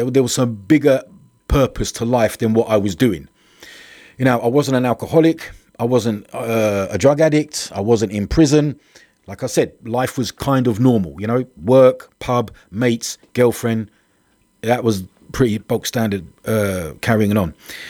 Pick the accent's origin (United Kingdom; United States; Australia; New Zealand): United Kingdom; Luton, East of England; I grew up in Luton in a ordinary environment. I live on an estate marsh farm. Anyone from Luton will know that, will hear of it.